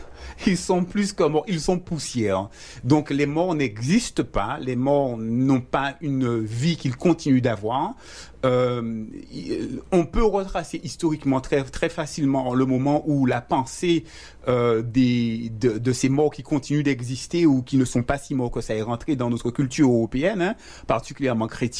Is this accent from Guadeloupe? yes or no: yes; Guadeloupe; même en tant que Guadeloupéen, on est français, donc de culture occidentale.